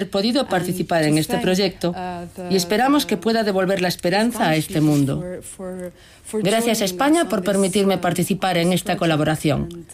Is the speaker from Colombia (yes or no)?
no; Lebanon; Y puedo decir, justamente yo que vengo del Líbano, me siento más o menos como mi personaje en la obra.